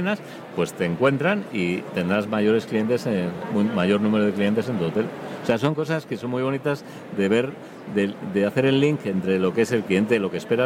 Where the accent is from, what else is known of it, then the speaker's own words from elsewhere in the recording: Spain; yo digo primer país porque soy español